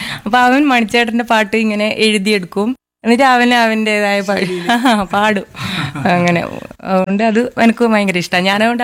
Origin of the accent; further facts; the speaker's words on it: Kerala, India; ഞാൻ ഇവിടെ കാര്യ സ്കൂളിൽ തന്നെയാണ് പഠിച്ചത്, നാലാം ക്ലാസ് വരെ LP, പിന്നെ പയശു സ്കൂളിൽ 5 മുതൽ 7 വരെ, പിന്നെ 8 മുതൽ ഹൈസ്കൂൾ മട്ടന്നൂര്